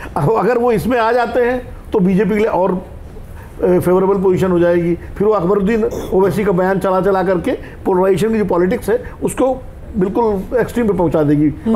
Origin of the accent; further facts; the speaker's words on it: Uttar Pradesh, India; born there; moved away; हम उसी राज्य में पैदा हुए